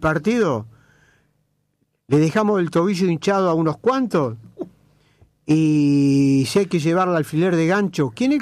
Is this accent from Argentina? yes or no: yes; Argentina